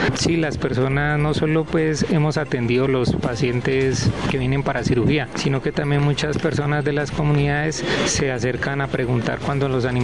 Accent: Mondomo, Cauca, Colombia; Yo soy de Mondomo, Cauca.

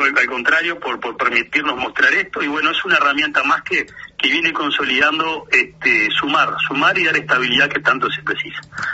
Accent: Uruguay

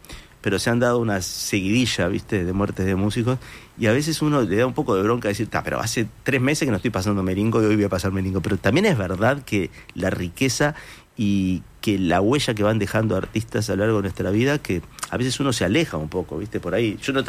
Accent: Montevideo, Uruguay; born there; also born or lived in Cerro (Sellao?), Montevideo; Yo sabía que vivía en Aires Puros también, ¿eh? Nací en Aires Puros.

